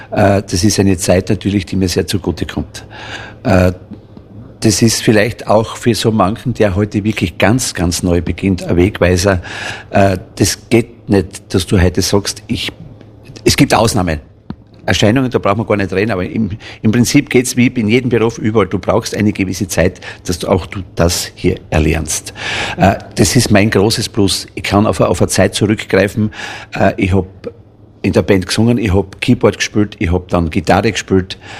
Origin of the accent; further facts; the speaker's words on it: Berndorf, Styria, Austria; accent: West Styrian; Nein, ich bin aus Berndorf bei Hitzendorf, schon seit ich auf der Welt bin. Bin dort geboren in Stallhofen, aber das ist ganz in der Nähe. Ja, und dort lebe ich, seit ich auf der Welt bin.